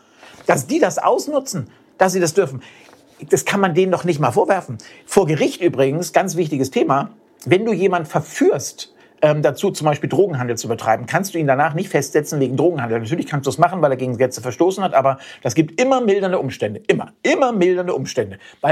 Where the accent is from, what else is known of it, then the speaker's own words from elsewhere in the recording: Germany; Wir als Deutsche.